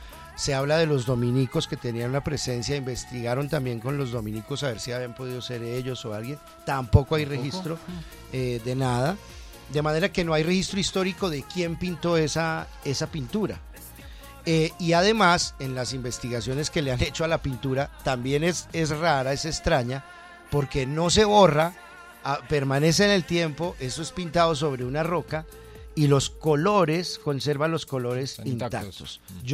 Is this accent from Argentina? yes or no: no; Colombia; como iglesia y como colombianos, que conozcamos eso.